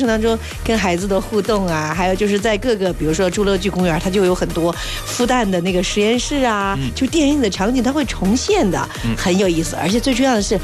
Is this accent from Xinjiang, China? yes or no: no; Beijing, China; 首先我作为一个北京人跟大家说，你们不要以为只有国庆节北京人多